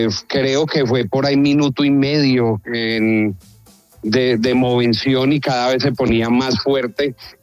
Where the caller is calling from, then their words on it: Pereira, Risaralda, Colombia; yo me encuentro en la ciudad de Pereira.